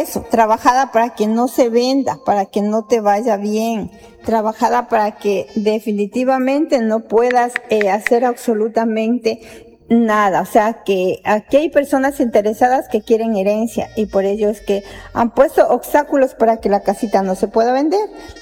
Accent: Ecuador

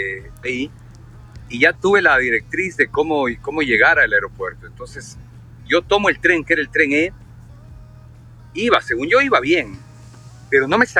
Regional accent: Cuenca, Azuay, Ecuador; Ya hasta que me salió lo cuencano

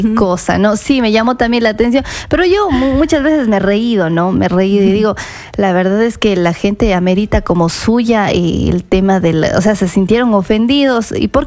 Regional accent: Ecuador; Como ecuatorianos nos sentíamos

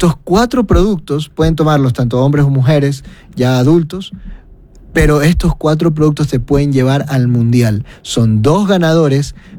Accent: Guayaquil, Guayas, Ecuador; como somos de Guayaquil, vamos a hacer en Guayaquil, en el Sport Garden

